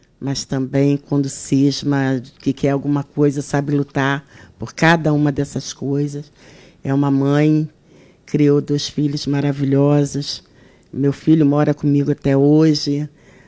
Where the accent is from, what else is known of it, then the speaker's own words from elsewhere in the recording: Barra de São João, Rio de Janeiro, Brazil; born there; Barra de São João, onde eu nascia.